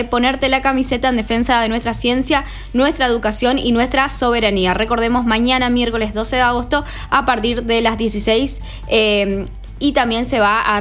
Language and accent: Spanish; Argentina; todos somos argentinos